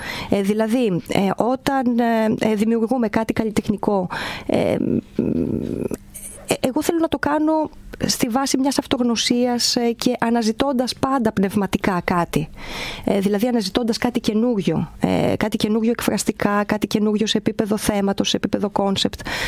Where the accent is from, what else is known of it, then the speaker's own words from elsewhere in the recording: Volos, Thessaly, Greece; also born or lived in London / Paris; η πόλη μου εδώ και ο Βόλος ουσιαστικά έχει υποστηρίξει πάρα πολύ από τότε καλλιτεχνικά το έργο μου.